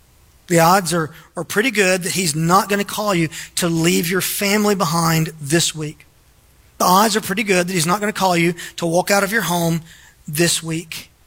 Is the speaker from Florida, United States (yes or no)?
yes; Florida, United States; We're from Florida.